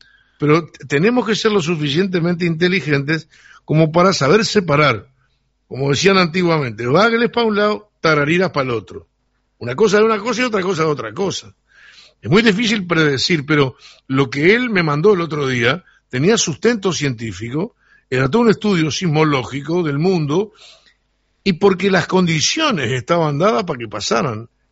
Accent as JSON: {"language": "Spanish", "town": "San Gregorio de Polanco", "region": "Tacuarembó", "country": "Uruguay", "said": "por mis pagos de San Gregorio."}